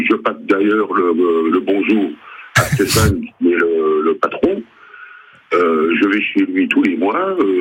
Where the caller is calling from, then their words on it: Grand Est, France; Moi, je suis à Velaine-en-Ré